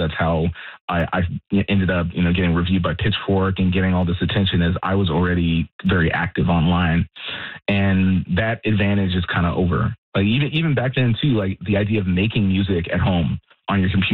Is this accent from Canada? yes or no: yes; Edmonton, Alberta, Canada; born there